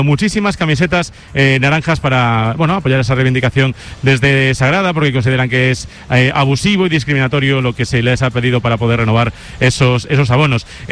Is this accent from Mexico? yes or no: yes; Mexico; porque vengo directamente casi desde México. He venido aquí porque tengo familia en Coruña, estoy visitándolos, pero soy un mexicano